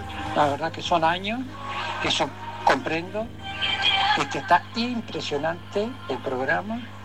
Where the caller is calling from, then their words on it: Flores, Uruguay; sabés que soy de Flores.